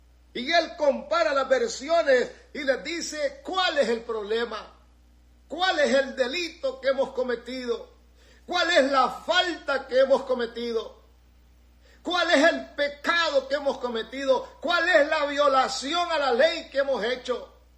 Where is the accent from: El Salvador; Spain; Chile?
El Salvador; San Carlos, Morazán; moved away; Yo soy originario de Morazán, de un pueblecito muy lindo llamado San Carlos.